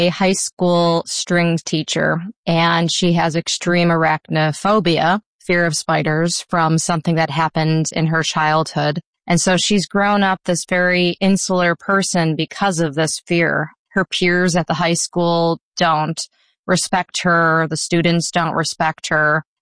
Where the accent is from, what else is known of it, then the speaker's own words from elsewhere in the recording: New York, United States; I grew up outside of Buffalo, New York, deep in the woods.